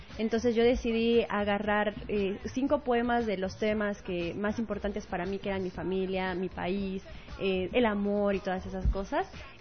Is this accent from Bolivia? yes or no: yes; Oruro, Bolivia; moved away as an adult; now in Cochabamba, Bolivia; amo mi tierra, amo mi carnaval